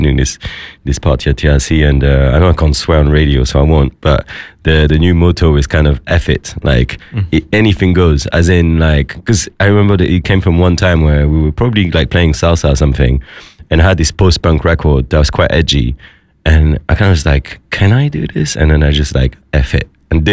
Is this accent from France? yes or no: yes; Paris, Île-de-France, France; moved away as an adult; now in London, United Kingdom; I'm from Paris, right, and I left Paris